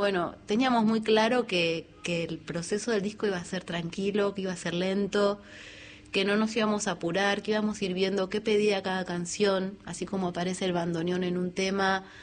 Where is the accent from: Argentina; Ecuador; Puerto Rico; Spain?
Argentina; Trevelin, Chubut; vengo desde Trevelin, que queda en Chubut, en la cordillera